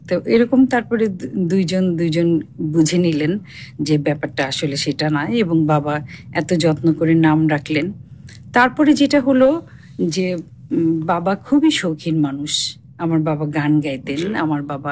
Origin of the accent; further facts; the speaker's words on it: Dhaka, Dhaka Division, Bangladesh; also born or lived in Kazipur, Sirajganj; প্রকৃতির সাথে বেড়ে ওঠা, আমি শান্তিবাগে যেটা বললেন, আমার জন্ম হয়েছে হলি ফ্যামিলি হাসপাতালে।